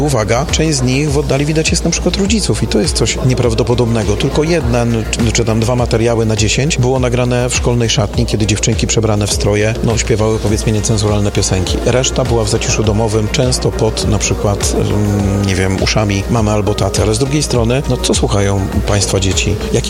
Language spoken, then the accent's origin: Polish; Radom, Masovian Voivodeship, Poland; Chociażby mem z mojego rodzinnego miasta, mem chytrej baby z Radomia.